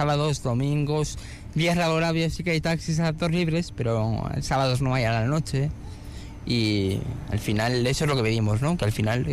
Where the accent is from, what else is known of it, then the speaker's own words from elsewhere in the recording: Salburua, Basque Country, Spain; porque claro, yo soy de Salburúa